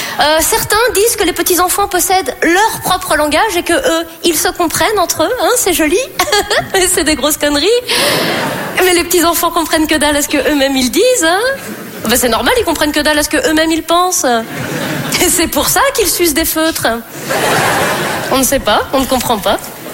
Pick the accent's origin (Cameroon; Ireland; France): France; moi je suis française